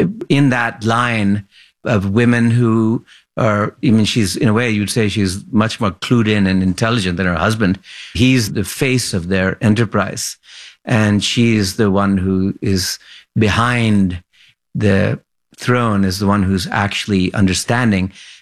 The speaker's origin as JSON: {"language": "English", "town": "Lahore", "region": "Punjab", "country": "Pakistan", "tie": "born or raised there"}